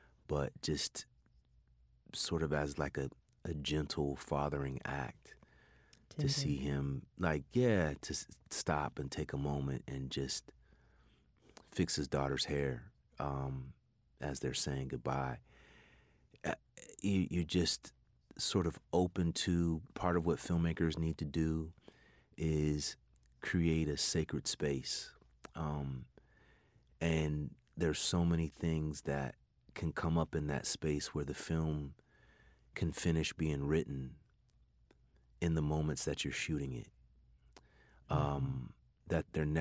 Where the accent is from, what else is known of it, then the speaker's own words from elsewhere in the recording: California, United States; and my father lived in New York, and I was growing up in California.